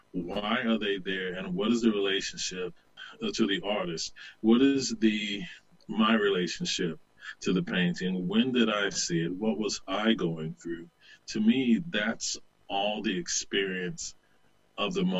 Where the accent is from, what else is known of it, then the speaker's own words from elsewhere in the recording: the South, United States; I grew up in the Bible Belt, and it's who I was. It's who I continue to be in many ways.